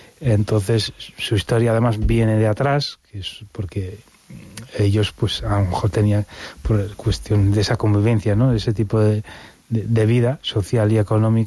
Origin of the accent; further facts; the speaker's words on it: Western Sahara; porque yo soy saharaui, y la hospitalidad como parte de nuestra identidad social es muy importante